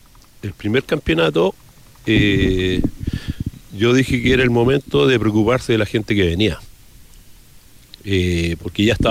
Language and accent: Spanish; Arica, Arica y Parinacota, Chile; nosotros los nortinos, los ariqueños somos distintos